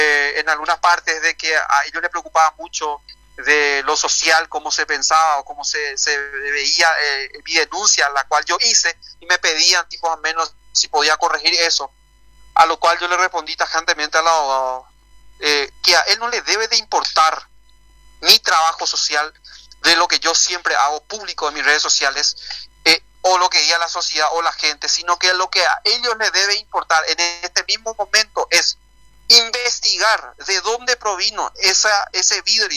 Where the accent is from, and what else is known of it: Paraguay